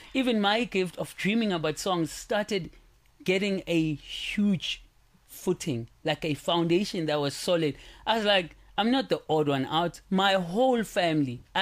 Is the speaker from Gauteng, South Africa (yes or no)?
yes; Johannesburg, Gauteng, South Africa; born or raised there